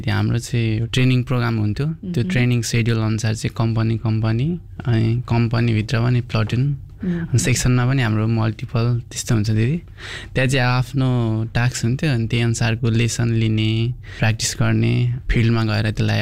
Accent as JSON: {"language": "Nepali", "town": "Ilam", "region": "Koshi Province", "country": "Nepal", "tie": "born or raised there", "said": "मेरो चाहिँ इलाम हो।"}